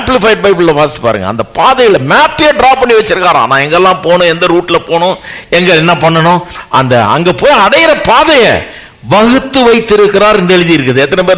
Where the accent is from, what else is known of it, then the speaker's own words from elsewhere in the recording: Chennai, Tamil Nadu, India; நான் இந்த சென்னை பட்டணத்துக்காக தமிழ் அறிவை கொடுத்து எனக்கு தமிழ் கலாச்சாரத்தில் என்னை வளர வச்சு, இந்த ஊரில் என்னை இருக்க வச்சு, ஒரு இந்தியனாக